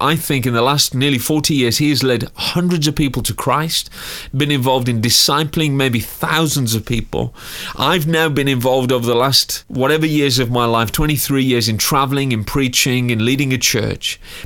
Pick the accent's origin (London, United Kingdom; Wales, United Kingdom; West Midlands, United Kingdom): West Midlands, United Kingdom; Wolverhampton; When I was 5 weeks old, my parents find themselves living in Wolverhampton. I was born and raised in Wolverhampton.